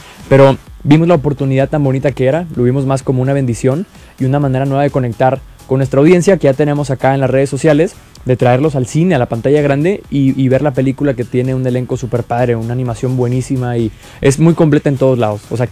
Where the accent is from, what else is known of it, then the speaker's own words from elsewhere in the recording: Monterrey, Nuevo León, Mexico; No, aparte de que somos regios y le decimos tío a la persona que conocemos hace dos minutos